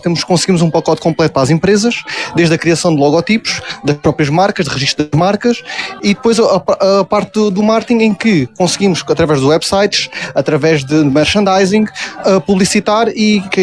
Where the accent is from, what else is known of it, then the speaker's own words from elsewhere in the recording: Portalegre, Alentejo, Portugal; nós somos de Porto Alegre e queríamos alguma coisa que caracterizasse a nossa cidade. E o desejo foi sempre voltar e cá estamos, já estamos praticamente há 6 anos.